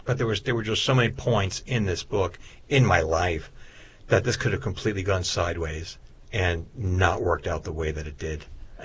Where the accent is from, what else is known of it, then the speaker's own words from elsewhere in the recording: Long Island, New York, United States; growing up on Long Island, we used to have so many bookstores that went away.